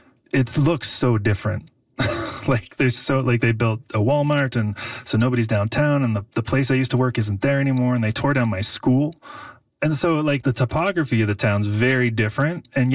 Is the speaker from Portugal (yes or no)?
no; Summerside, Prince Edward Island, Canada; that I had growing up in Summerside isn't, like, it's not the definitive growing up Canadian experience, but it is a growing up Canadian experience.